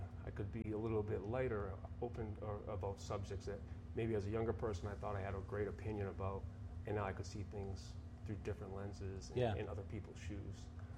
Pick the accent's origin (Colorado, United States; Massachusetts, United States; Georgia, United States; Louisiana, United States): Massachusetts, United States; Taunton; I grew up in Taunton, Massachusetts.